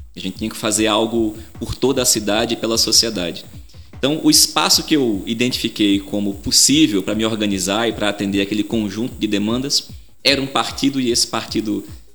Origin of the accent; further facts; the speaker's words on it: Petrolina, Pernambuco, Brazil; also born or lived in Belém de São Francisco / Salvador; eu tenho 35 anos, sou pernambucano, nasci em Belém de São Francisco, mas cresci em Petrolina